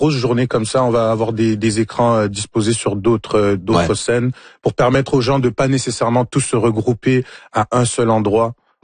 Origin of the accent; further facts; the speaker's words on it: Montreal, Quebec, Canada; Moi j'ai grandi à Montréal, je suis né à Montréal